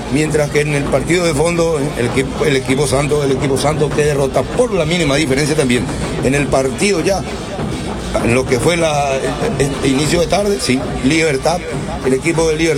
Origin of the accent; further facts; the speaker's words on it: Paso Santa Cruz, Concepción, Paraguay; Muchas gracias a toda la familia, yo soy de Paso Santa Cruz, ¿no?